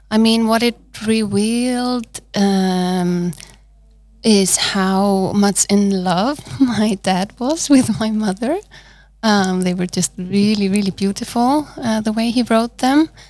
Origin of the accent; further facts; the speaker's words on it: Iceland; I'm from Iceland, as we have established.